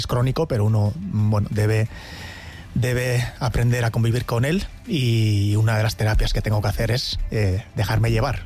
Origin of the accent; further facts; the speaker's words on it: Elgoibar, Basque Country, Spain; en mi pueblo, en el Goibar.